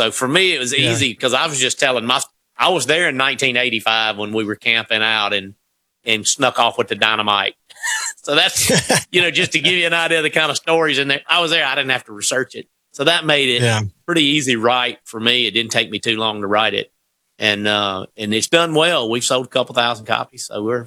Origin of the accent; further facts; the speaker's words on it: Mississippi, United States; it was really about relationships and growing up in Mississippi.